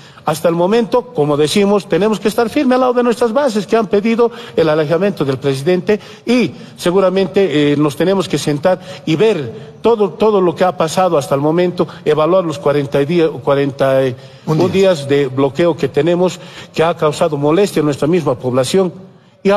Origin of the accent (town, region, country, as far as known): Bolivia